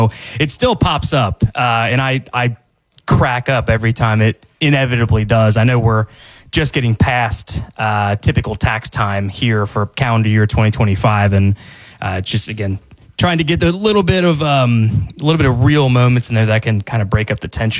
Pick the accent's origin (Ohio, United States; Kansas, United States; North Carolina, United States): Ohio, United States; Cincinnati; I'm from Ohio, from Cincinnati, Ohio, Sanex grad, went to Miami, Ohio, very typical Cincinnati kind of path there for education.